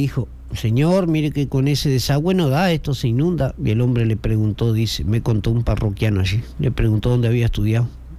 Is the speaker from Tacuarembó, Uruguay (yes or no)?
yes; Achar, Tacuarembó, Uruguay; Yo, como vengo de Achar